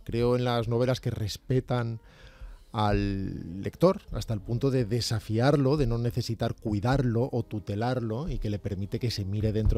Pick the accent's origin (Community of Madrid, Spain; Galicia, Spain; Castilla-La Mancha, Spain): Galicia, Spain; Soy gallego.